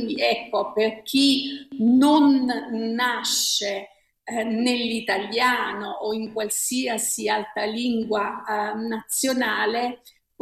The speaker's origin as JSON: {"language": "Italian", "region": "Abruzzo", "country": "Italy", "tie": "born or raised there", "first_language": "Abruzzese dialect (Teramano)", "second_language": "Italian", "lives_now": "Penne, Italy", "said": "circa 30 chilometri da qui, nel comune di Assita, nel Teramano, ecco, quella è stata la mia lingua madre, per cui il primo contatto con l'italiano è avvenuto con l'ingresso a scuola."}